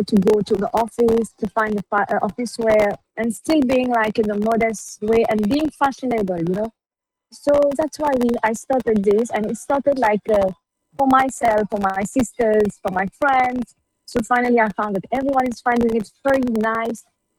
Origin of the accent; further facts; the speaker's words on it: Mauritius; I'm from Mauritius and I created the brand Abaya by Zoya because we wanted modesty to be together with femininity and confidence. And we came from Mauritius and I wanted to represent Mauritius on an international platform.